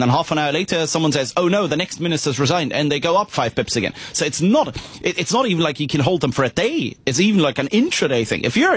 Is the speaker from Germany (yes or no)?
yes; Germany; English is a second language; moved away as an adult; now in United Kingdom; I come from Germany. The German, let's say, when these sorts of things happen in Germany, they happen behind closed doors. I remember when I came to the UK first 13 years ago